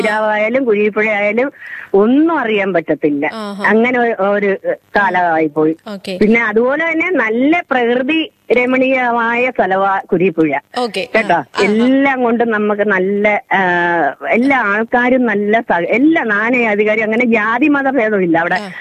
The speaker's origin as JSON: {"language": "Malayalam", "region": "Kerala", "country": "India", "tie": "born or raised there", "moved": "as an adult", "said": "ഞങ്ങളെ സ്ഥലം തൃക്കടോർ കുരിയപ്പുഴ."}